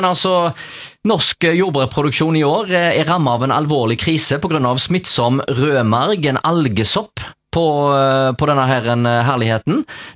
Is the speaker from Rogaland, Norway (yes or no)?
yes; Rogaland, Norway; Jo da, jeg husker naboen der jeg vokste opp på Jamnhau, han var veldig engasjert I fotballklubben Haugar.